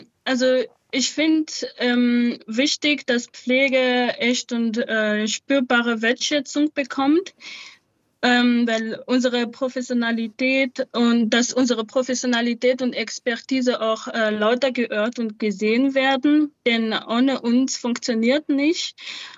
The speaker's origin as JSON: {"language": "German", "country": "Madagascar", "lives_now": "Munich, Germany", "said": "Madagaskar, weil ja, dass ich meine Heimat einfach etwas zurückgeben kann."}